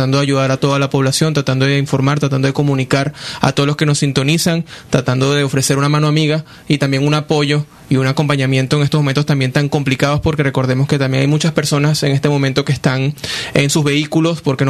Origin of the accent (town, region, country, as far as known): Venezuela